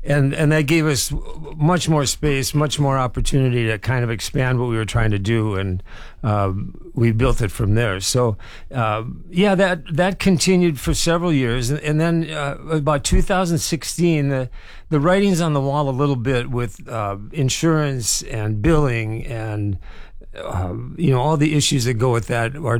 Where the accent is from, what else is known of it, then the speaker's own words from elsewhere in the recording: Decorah, Iowa, United States; born and raised in Decorah, Les. My family, most of us are still here.